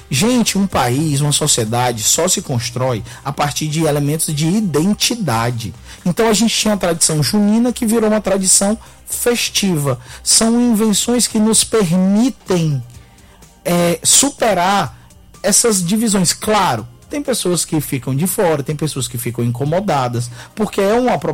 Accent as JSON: {"language": "Portuguese", "town": "Barbalha", "region": "Ceará", "country": "Brazil", "said": "Eu sou de Barbalha, sou do Cariri, mas eu já perdi o D e o T faz tempo."}